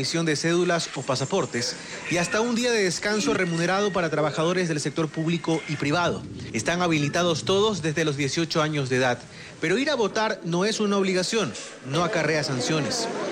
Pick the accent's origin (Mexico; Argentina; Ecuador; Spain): Ecuador